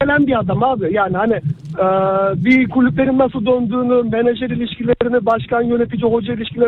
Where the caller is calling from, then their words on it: Istanbul, Turkey; İstanbul'dan arıyorum.